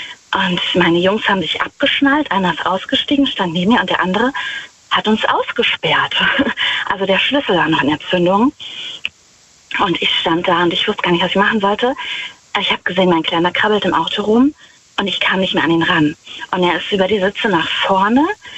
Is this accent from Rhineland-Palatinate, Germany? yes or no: yes; Wittlich, Rhineland-Palatinate, Germany; Ich bin aus der Nähe von Wittlich.